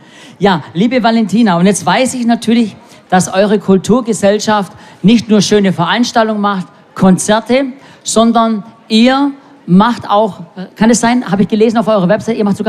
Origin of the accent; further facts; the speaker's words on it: Baden-Württemberg, Germany; und ich komme ja aus dem Raum Stuttgart